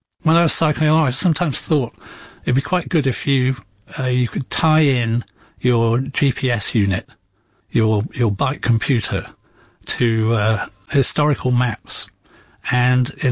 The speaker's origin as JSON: {"language": "English", "region": "West Midlands", "country": "United Kingdom", "tie": "born or raised there", "said": "because I grew up in Worcestershire near the Welsh border. And reading it in the medieval English, think, oh yeah, that's the way people talk at my local pub."}